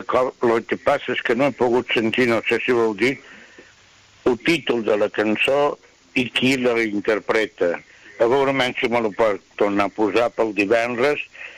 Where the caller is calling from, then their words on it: Palma, Balearic Islands, Spain; de Palma.